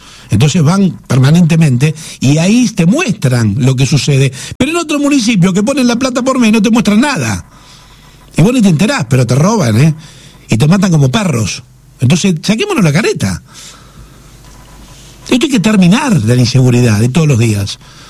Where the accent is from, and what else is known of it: Argentina